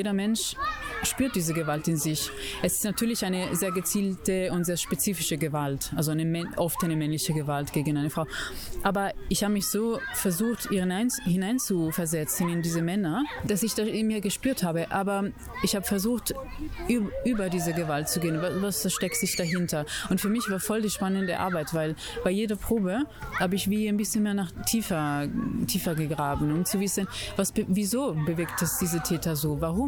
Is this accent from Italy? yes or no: yes; Italy; Wir sind alle aus verschiedenen Ländern. Ich bin aus Italien, Sonja ist aus Griechenland und Riona ist aus Korea, Südkorea.